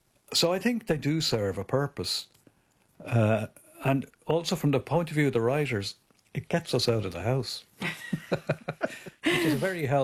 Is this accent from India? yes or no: no; Ireland; We were both in a little way outsiders, being Irish at that time.